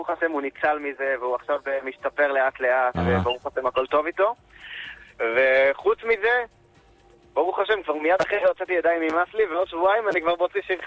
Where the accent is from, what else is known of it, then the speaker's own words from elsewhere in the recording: Rehovot, Central District, Israel; also born or lived in Jerusalem / Gush Etzion; נכון, אני הייתי כמה שנים בירושלים... בהתחלה הייתי ברחובות, אחרי זה בירושלים.